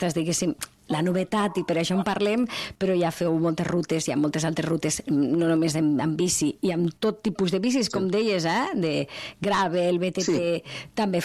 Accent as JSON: {"language": "Catalan", "town": "Almenar", "region": "Catalonia", "country": "Spain", "said": "Almenac, que jo sóc d'Almenac, això és el Segrià"}